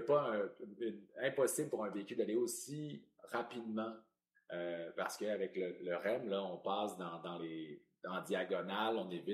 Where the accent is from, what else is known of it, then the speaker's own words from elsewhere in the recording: Montreal, Quebec, Canada; Moi, en tant que Montréalais